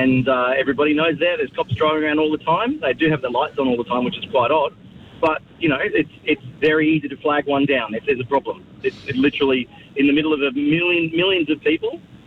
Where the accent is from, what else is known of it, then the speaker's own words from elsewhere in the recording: Gold Coast, Queensland, Australia; moved away; I grew up on the Gold Coast.